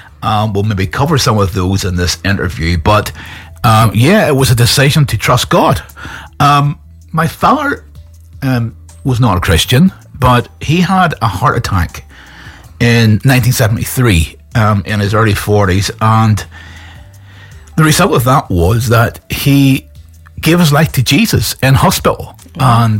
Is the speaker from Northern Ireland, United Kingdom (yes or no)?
yes; Northern Ireland, United Kingdom; growing up in Northern Ireland was tough.